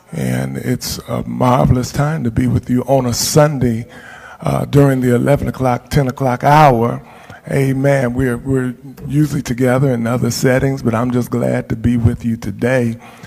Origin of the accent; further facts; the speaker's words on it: Oakland, California, United States; I'm from Oakland, so we go back that far